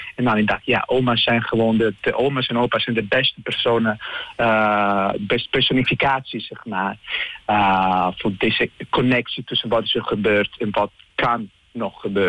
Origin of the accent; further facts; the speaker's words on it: Italy; Dutch is a second language; now in Netherlands; Voor mij, ik kom zelf uit Italië. Ik ben niet Nederlands, ik ben Italiaans zelf.